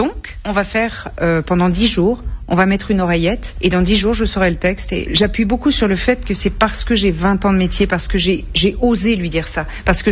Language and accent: French; Cannes, Provence-Alpes-Côte d'Azur, France; Je suis née à Cannes, je suis cannoise.